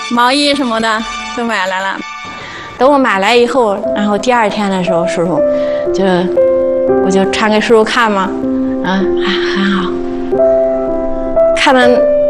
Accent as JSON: {"language": "Chinese", "region": "Henan", "country": "China", "said": "然后我一听就是他的声音，他的声音和我们河南人说话不一样嘛，"}